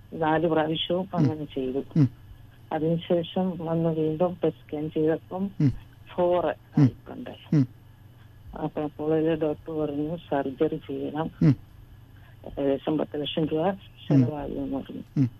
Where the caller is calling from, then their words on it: Tripunithura, Kerala, India; ഞാൻ വിളിക്കുന്നത് തൃപ്പൂണിത്തറയിൽ.